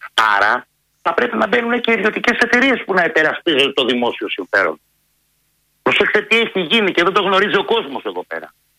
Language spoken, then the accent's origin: Greek; Central Greece, Greece; όπως έχει γίνει στο Εύρο, στον Εύρο, στην πατρίδα μου την Εύβοια.